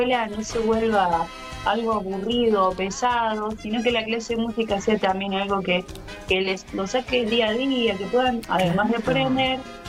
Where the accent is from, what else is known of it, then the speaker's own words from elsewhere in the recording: Córdoba, Argentina; now in Río Cuarto, Argentina; somos de Córdoba.